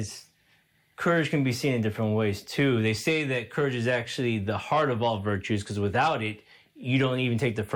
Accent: San Antonio, Texas, United States; born and raised in San Antonio

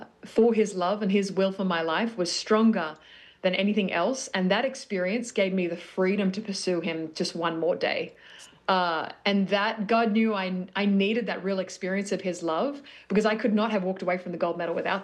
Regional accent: Australia

